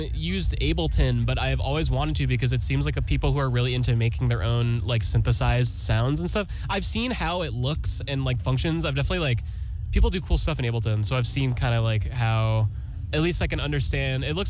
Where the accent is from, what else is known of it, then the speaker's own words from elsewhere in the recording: Kenmore, New York, United States; Kenmore. It's Buffalo.